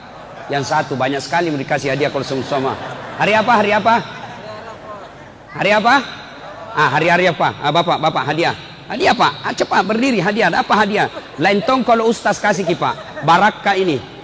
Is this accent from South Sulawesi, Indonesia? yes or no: yes; South Sulawesi, Indonesia; Kalau kita orang Bugis, cok, sini kau dulu nak.